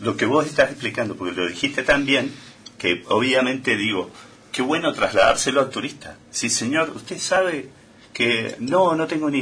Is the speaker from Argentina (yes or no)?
yes; Malargüe, Mendoza, Argentina; que somos de Malargüe